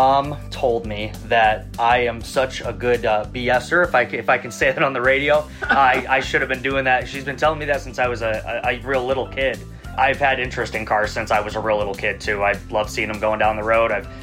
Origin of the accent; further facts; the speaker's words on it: LaPorte, Indiana, United States; I'm born and raised in LaPorte, so yeah, small towns are who I am. I'm born and raised in Indiana as well